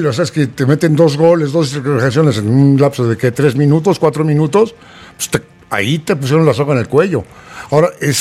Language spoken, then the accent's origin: Spanish; Mexico; Y como mexicano.